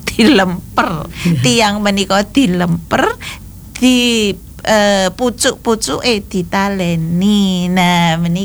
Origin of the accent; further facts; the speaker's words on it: Magelang, Central Java, Indonesia; Wah, luar biasa ini satu daerah. Saya juga dari Magelang ya.